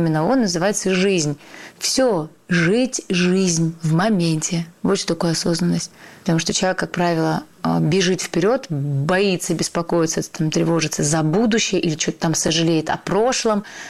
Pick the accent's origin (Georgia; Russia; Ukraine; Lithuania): Russia; Caucasus; born there; я иногда даже думаю, а почему так сложилось, что я родилась в России, на Кавказе?